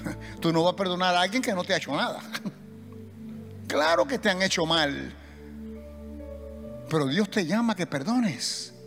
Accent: Cuba; Y yo soy cubano

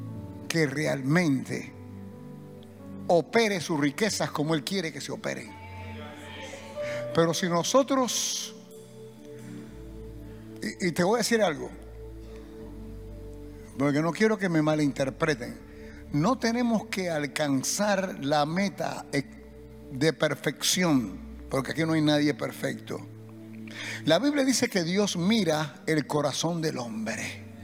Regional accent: Cuba; Tienes que ser cubano para saber eso. Y yo soy cubano y ni sé quién es Chacumbele.

